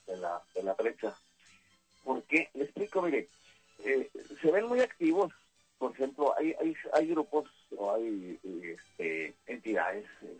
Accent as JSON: {"language": "Spanish", "country": "Mexico", "said": "yo soy un ciudadano mexicano como muchos de ustedes"}